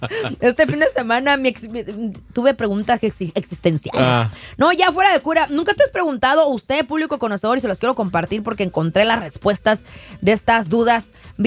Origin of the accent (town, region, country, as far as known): Mexico; now in California, United States